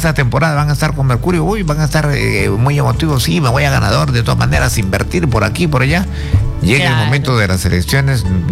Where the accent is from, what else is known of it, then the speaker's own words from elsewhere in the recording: Tumbes, Peru; Tumbes, mi tierra, el norte del Perú.